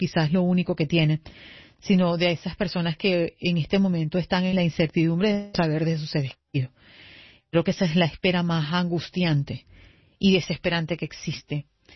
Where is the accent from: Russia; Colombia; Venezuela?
Venezuela; moved away